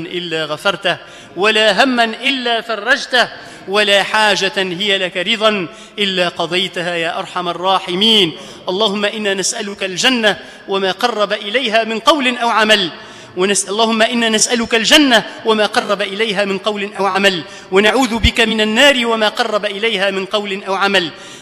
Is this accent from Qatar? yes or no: no; Tunisia; ونحن عندنا في تونس